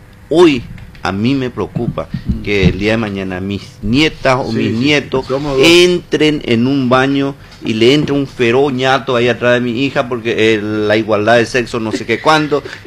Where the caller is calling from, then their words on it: Paraguay; A eso queremos llegar como paraguayo.